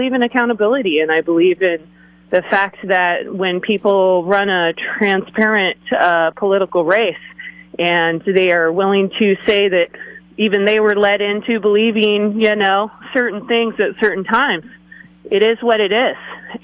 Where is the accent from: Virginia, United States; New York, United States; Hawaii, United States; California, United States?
California, United States; Los Osos; I'm from District 2 out here in Los Osos. And I love being a coastal person. I've been a resident of the Central Coast my whole life.